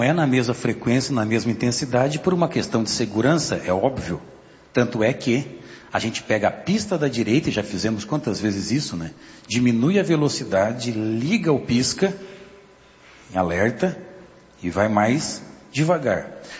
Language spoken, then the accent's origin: Portuguese; São Joaquim, Santa Catarina, Brazil; born there; now in São Paulo, Brazil